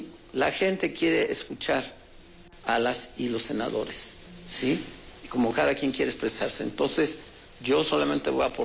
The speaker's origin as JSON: {"language": "Spanish", "region": "State of Mexico", "country": "Mexico", "said": "Yo, como soy del Valle de México, del altiplano, del centro, en particular del Estado de México, a lo mejor nunca en nuestra región se habla de eso, de la doble nacionalidad."}